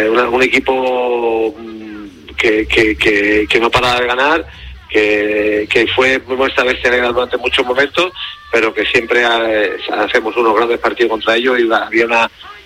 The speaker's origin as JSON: {"language": "Spanish", "country": "Spain", "said": "siendo además español, quiero la ilusión de entrar a la selección española"}